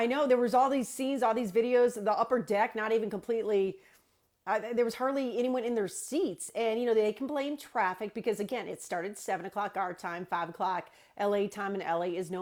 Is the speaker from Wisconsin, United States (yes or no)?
yes; Brookfield, Wisconsin, United States; I grew up in Brookfield, so I remember 1982.